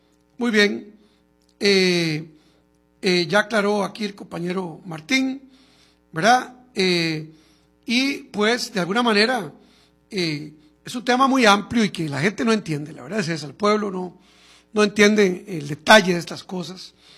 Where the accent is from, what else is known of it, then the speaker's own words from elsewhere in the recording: Costa Rica; ¿será que nosotros podemos entrar ahí como costarricenses?